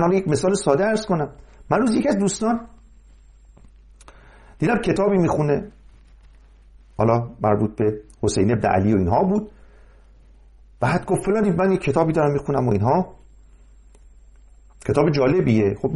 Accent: Mazandaran, Iran; من از اونجا دارم، من چون مازندرانی هستم از اونجا شروع میکنم.

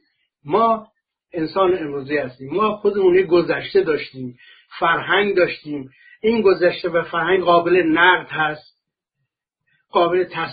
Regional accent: Iran; من مسلمان نیستم، من یک انسانم، من ایرانی هستم.

